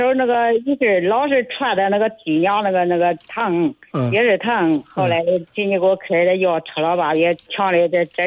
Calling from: Shijiazhuang, Hebei, China; 我是石家庄的。

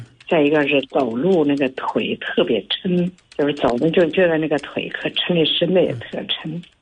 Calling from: Hebei, China; 我是河北的，70多了。

